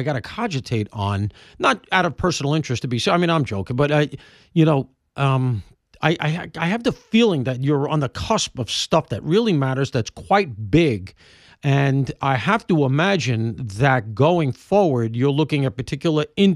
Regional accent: Alabama, United States; accent: Alabama, deep southern; including my obvious Alabama accent, I'm told. I have a very deep southern accent, as you can hear.

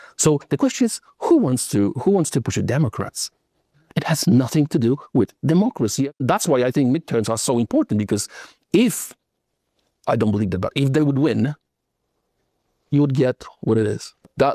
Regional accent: Poland; I was born in Poland, Eastern Poland, in 1979.

